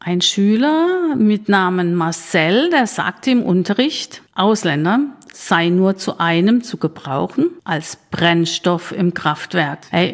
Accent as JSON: {"language": "German", "town": "Karlsruhe", "region": "Baden-Württemberg", "country": "Germany", "moved": "yes", "lives_now": "Schriesheim, Germany", "said": "ich komme aus Karlsruhe. Aber das hört man ganz sicher ganz gut am Dialekt, den konnte ich nie ablegen. Seit 40 Jahren lebe ich dort nicht mehr und seit 26 Jahren in Schriesheim mit Mann und Hund."}